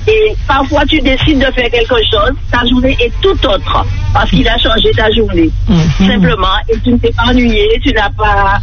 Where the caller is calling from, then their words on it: Guadeloupe; j'habite à Réserve, je suis à Carpentier-Montfort